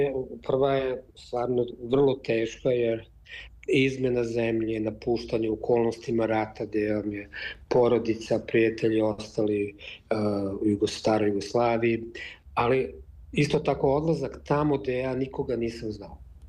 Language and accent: Bosnian; Bihać, Federation of Bosnia and Herzegovina, Bosnia & Herzegovina; ja sam ja rodom iz Bihaća, iz Bosne i Hercegovine